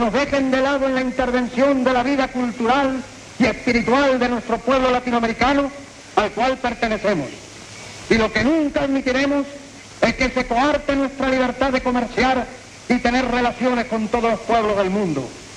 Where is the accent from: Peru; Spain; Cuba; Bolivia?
Cuba; Tuvimos una reunión en el Estado Mayor de las Fuerzas Revolucionarias en mi país, Estado Mayor al cual pertenezco. Se trataba de una agresión contra Cuba que sabíamos que vendría